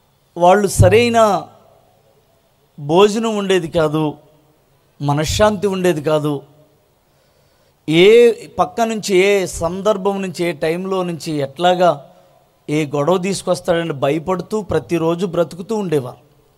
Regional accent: Venkatraopalem, Andhra Pradesh, India; మాది తాడేపల్లిగూడెం దగ్గర వెంకట్రావుపాలెం అని ఒక చిన్న పల్లెటూరు, ఒక పేద కుటుంబం. అలాంటి పేద కుటుంబంలో పుట్టిన నేను నా తల్లిదండ్రులకు ఆఖరి వాడిని, నలుగురు సంతానంలో ఆఖరి వాడిగా పుట్టాను.

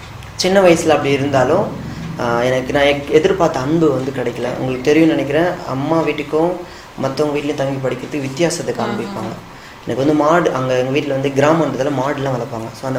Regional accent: Kallakurichi, Tamil Nadu, India; also born or lived in Delhi; எனக்கு சின்ன வயசில் வந்து எங்கள் அப்பா அம்மா எல்லாருமே வந்து பார்த்தீங்கன்னா டெல்லியில் இருந்தாங்க. நான் வந்து சிறு வயதுல நாங்கள் டெல்லியில் தான் நான் பிறந்தது. எனக்கு 5 வயசு ஆன உடனே எங்கள் அப்பா அம்மாலாம் எங்கள் கள்ளக்குறிச்சி தான் எங்களுடைய நேட்டிவ் பிளேஸ்.

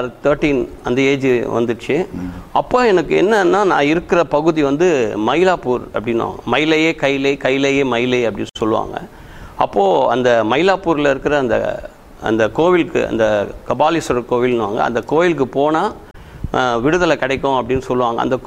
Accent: Chennai, Tamil Nadu, India; அங்கே தான் நான் பிறந்து வளர்ந்தது எல்லாமே.

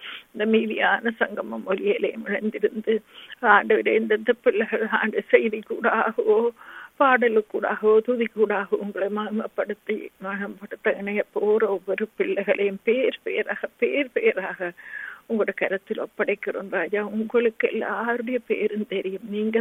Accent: Sri Lanka; moved away; ஆண்டவரே நாங்க பிறந்து வளர்ந்த அந்த தேசத்துக்காக உங்களை வருகிறோம்.

